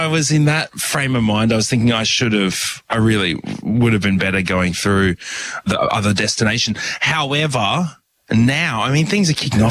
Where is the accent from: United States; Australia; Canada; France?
Australia; because we're Australian.